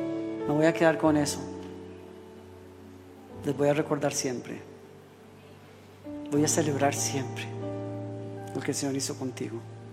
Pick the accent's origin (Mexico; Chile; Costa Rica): Costa Rica; Moravia, San José; en el parque de mi pueblo en Costa Rica. De ahí vengo yo, un pueblito que se llama Moravia